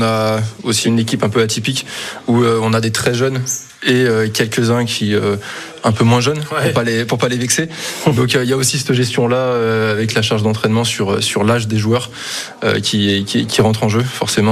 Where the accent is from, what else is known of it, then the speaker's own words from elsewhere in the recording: Lyon, Auvergne-Rhône-Alpes, France; moved away as an adult; now in Poitiers, France; Au début moi j'ai tout fait à Lyon, j'ai commencé à bosser à Lyon, je suis lyonnais de base.